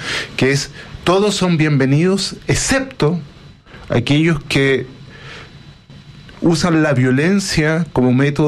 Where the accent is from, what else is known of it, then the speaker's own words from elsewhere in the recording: Chile; somos chilenos.